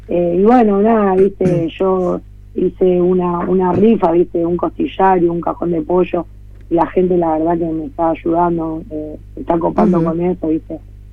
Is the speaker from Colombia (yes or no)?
no; Rosario, Santa Fe, Argentina; soy la única rosarina, la única santafesina convocada.